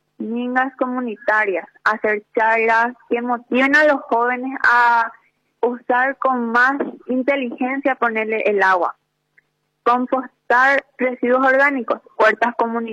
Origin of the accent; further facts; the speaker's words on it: Paraguay; Algunas acciones que nosotros como paraguayos podemos hacer